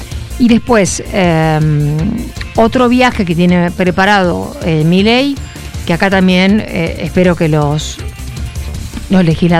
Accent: Argentina

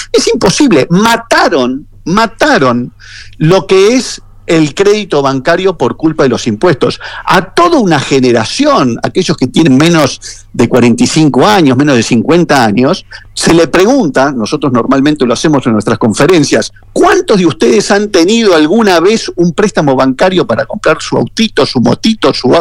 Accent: Argentina; Los únicos que lo aplicamos somos los argentinos

